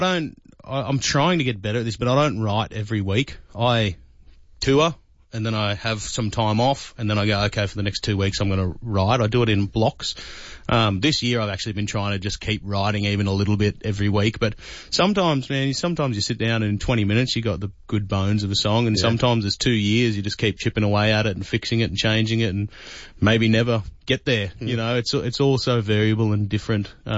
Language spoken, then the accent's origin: English; Jindabyne, New South Wales, Australia; And then I go to Jindabyne, which is my hometown, and we haven't played down there in many, many years.